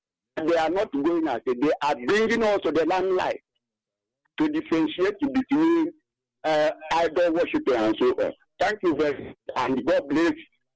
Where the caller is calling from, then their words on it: Onitsha, Anambra, Nigeria; I'm calling from Isuokoma, in Onitsha local government area of Federal State.